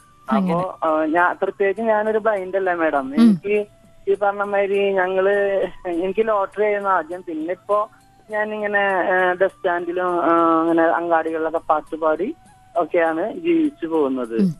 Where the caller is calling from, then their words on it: Thrissur, Kerala, India; ഞാൻ തൃശ്ശൂരിൽ നിന്നാണ്.